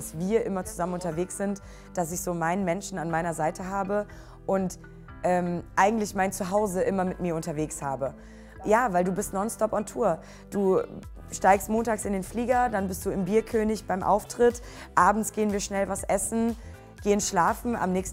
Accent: North Rhine-Westphalia, Germany; ich erzähle dann auch voll gerne, ey, ich komme aus dem Kreis Heinsberg

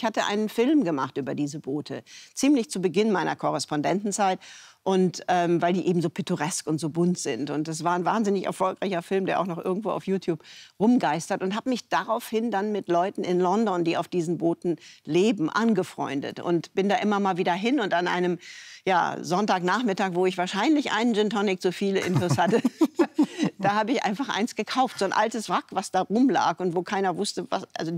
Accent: Rhineland, Germany; Dieser leicht anarchische Streak, den habe ich da als Rheinländerin durchaus wiedergefunden.

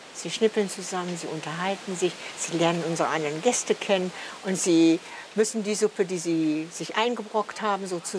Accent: Minden, North Rhine-Westphalia, Germany; Meine Heimat, ich bin in Minden geboren

